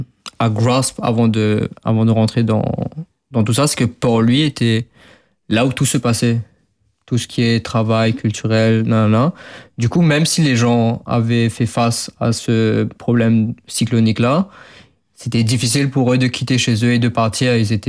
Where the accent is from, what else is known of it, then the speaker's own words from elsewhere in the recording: Mauritius; c'est quand on est hors de Maurice qu'on est le plus Mauricien. Et du coup, là, après un an, deux ans, trois ans, je me dis, ah, j'ai quand même envie de travailler un peu à Maurice